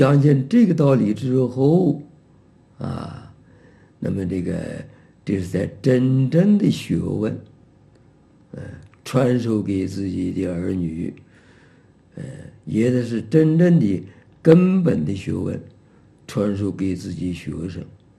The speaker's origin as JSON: {"language": "Chinese", "country": "Taiwan", "tie": "born there", "said": "就拿台湾来讲，我们生在台湾"}